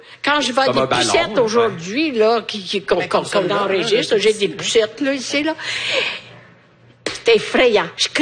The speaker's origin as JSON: {"language": "French", "country": "Italy", "moved": "yes", "lives_now": "Quebec, Canada", "said": "chez nous, en Italie, il fait chaud."}